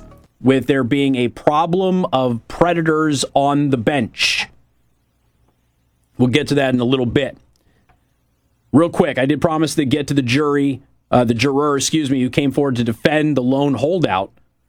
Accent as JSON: {"language": "English", "town": "Las Vegas", "region": "Nevada", "country": "United States", "tie": "born or raised there", "said": "My hometown of Las Vegas"}